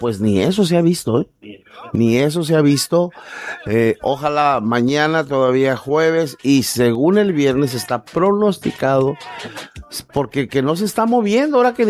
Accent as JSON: {"language": "Spanish", "country": "Mexico", "said": "ya ves cómo somos los mexicanos"}